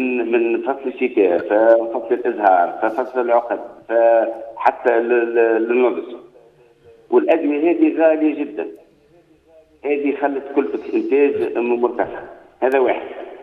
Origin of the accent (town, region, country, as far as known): Siliana, Tunisia